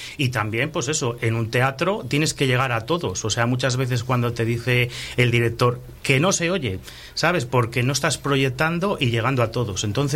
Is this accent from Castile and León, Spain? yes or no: yes; Valladolid, Castile and León, Spain; Pues mira … vengo de Valladolid, soy técnico de anatomía patológica